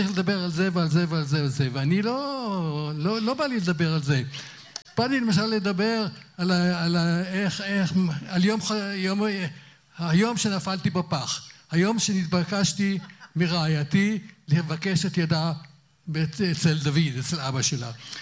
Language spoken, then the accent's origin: Hebrew; Rosh Pinna, Northern District, Israel; כי ראש פינה היא נשמתי, ראש פינה שלי, ראש פינה נולדתי בראש פינה